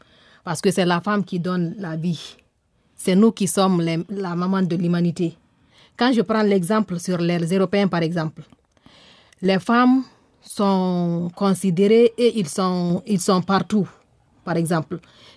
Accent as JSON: {"language": "French", "country": "Guinea", "lives_now": "Austria", "said": "c'est le fait que chez moi, en Guinée, les femmes n'ont pas vraiment beaucoup"}